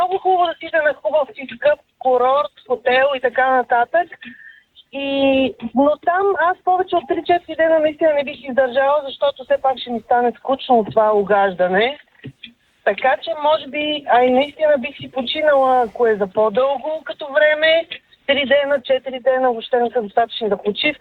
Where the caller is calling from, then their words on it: Sofia, Sofia City, Bulgaria; съм от София.